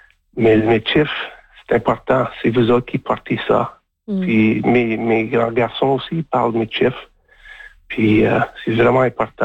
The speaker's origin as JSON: {"language": "French", "town": "Saint-Laurent", "region": "Manitoba", "country": "Canada", "tie": "born or raised there", "also_born_or_lived": "Saint-Ambroise, Manitoba", "first_language": "French", "said": "Mon père était Métchif. Et puis, j'ai grandi dans... Ben, je suis né à Saint-Ambroise, c'est le lac Manitoba. Puis alors, je pense que j'avais 4 ans, on a déménagé à Saint-Laurent, sur le lac Manitoba aussi."}